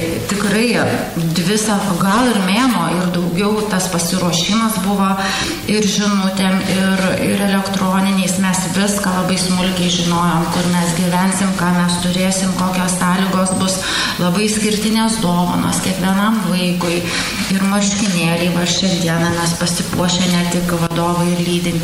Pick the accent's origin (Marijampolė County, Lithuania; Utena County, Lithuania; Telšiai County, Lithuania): Utena County, Lithuania; Utena; mes iš Utenos, kad mes atstovaujam Uteną.